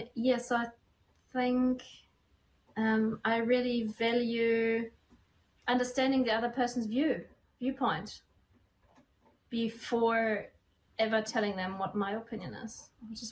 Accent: France; English is a second language; also born or lived in Germany; now in New Zealand; I guess growing up in France and Germany, I feel like maybe my values have been a bit mixed there too. Coming to New Zealand

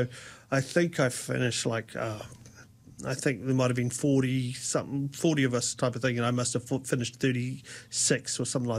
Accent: Wellington, New Zealand; Born and raised in Wellington.

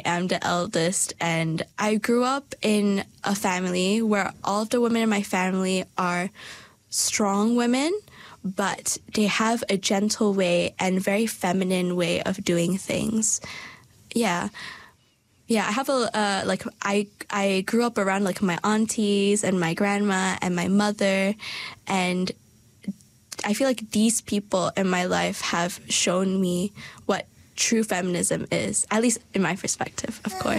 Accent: Malaysia; now in Dunedin, New Zealand; I'm 18 years old, and I come from Malaysia, and I go to Otago Girls High School.

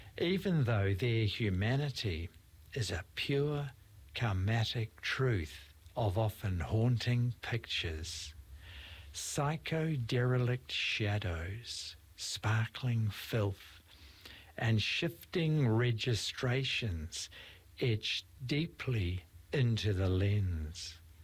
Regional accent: New Zealand; I'm a Kiwi, all the way from Texas.

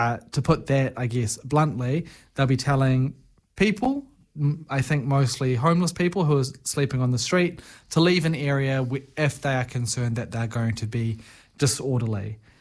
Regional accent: Christchurch, Canterbury, New Zealand; moved away; I'm originally from Christchurch.

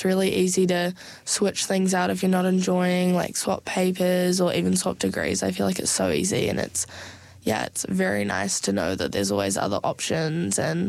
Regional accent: Auckland, New Zealand; moved away as an adult; now in Wellington, New Zealand; I'm from Auckland originally, and I moved down to Wellington to study.

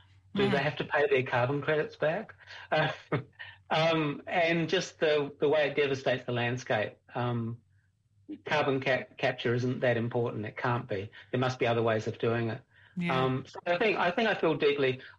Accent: Adelaide, South Australia, Australia; moved away as an adult; now in New Zealand; I come from Adelaide originally, although I've spent more of my adult life in New Zealand, it has to be said, than I did in Australia. But I come from Adelaide originally, which is the driest state in the driest continent in the world.

